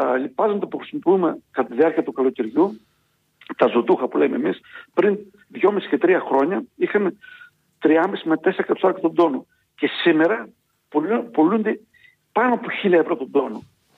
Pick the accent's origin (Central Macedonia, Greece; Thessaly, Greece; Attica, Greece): Thessaly, Greece; στο χωριό μου, το οποίο η μητέρα Καρδίτης έχει γυμνάσιο.